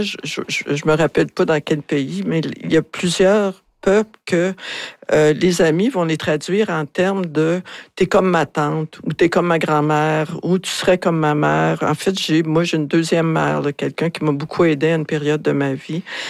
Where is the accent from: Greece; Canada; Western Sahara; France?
Canada; Montreal, Quebec; moved away as an adult; now in Rouyn-Noranda, Canada; moi, je viens de Montréal.